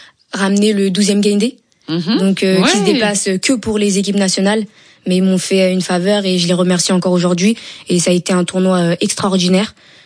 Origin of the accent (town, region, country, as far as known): Senegal